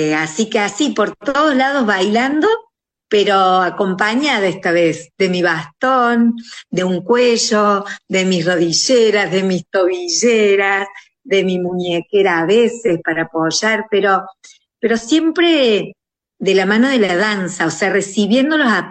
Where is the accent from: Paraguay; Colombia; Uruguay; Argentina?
Argentina; Córdoba; Bueno, yo soy de Córdoba, capital